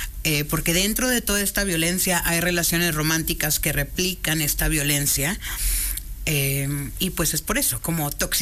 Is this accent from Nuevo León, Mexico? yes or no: yes; Monterrey, Nuevo León, Mexico; ¿Dónde? Soy de Monterrey.